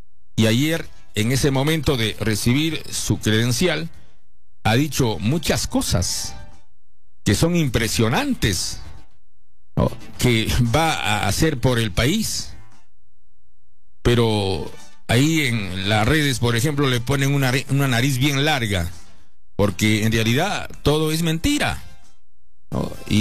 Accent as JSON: {"language": "Spanish", "country": "Peru"}